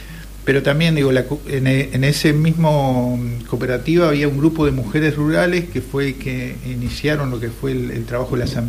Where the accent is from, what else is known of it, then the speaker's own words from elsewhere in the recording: Colonia, Uruguay; Todos los que somos de Colonia